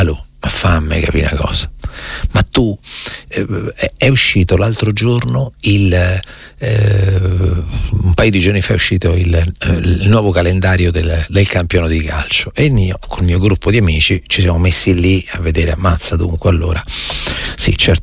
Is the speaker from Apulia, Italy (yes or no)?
no; Recanati, Marche, Italy; Recanati perché è il mio paese